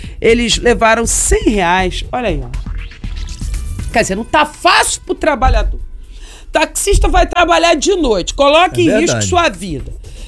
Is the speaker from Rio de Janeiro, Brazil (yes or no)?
yes; Rio de Janeiro, Brazil; accent: carioquês; pra gente falar bem um carioquês